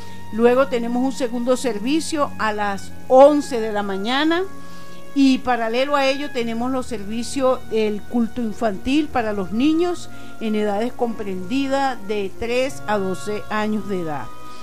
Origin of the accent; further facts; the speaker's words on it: Venezuela; por nuestra nación, por Venezuela